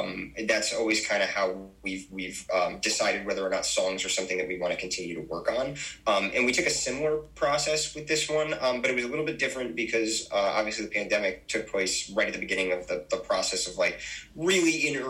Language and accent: English; Naugatuck, Connecticut, United States; We're from Naugatuck, Connecticut, which is, if you're not aware, a tiny little borough that's attached to Waterbury over in New Haven County.